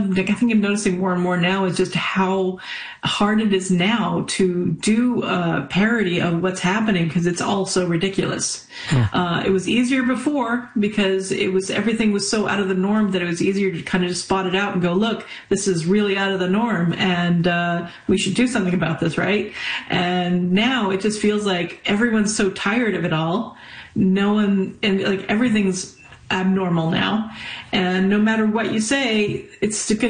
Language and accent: English; Ontario, Canada; also born or lived in Quebec; Because we grew up in Ontario and Quebec, and so we know what deep snow is